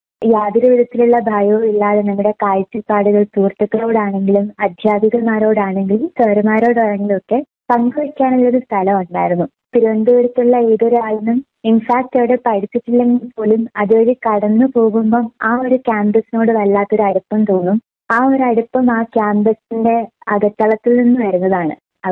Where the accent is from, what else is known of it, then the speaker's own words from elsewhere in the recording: Balaramapuram, Kerala, India; ഞാൻ ബാലരാമപുരം സ്വദേശിനിയാണ്.